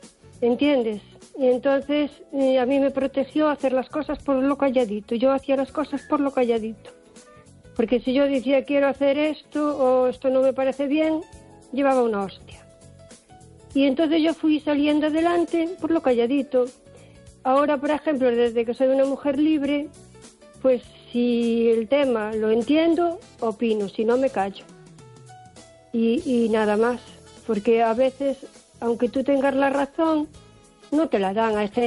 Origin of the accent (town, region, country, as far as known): O Carballiño, Galicia, Spain